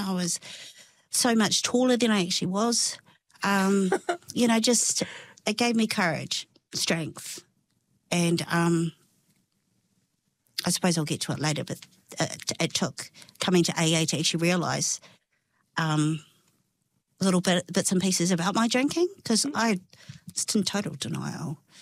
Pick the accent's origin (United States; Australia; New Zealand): New Zealand; Christchurch, Canterbury; born there; also born or lived in Palmerston North; Okay, so I grew up in Palmerston North. My mum did a run with from my dad when I was two, moved just the two of us to Christchurch.